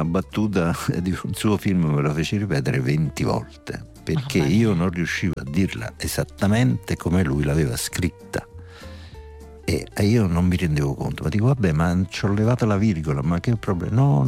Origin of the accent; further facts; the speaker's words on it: Naples, Campania, Italy; Io ne posso parlare male e dire magari che cosa non mi piace, ma io da napoletano lo posso fare, ma altri no.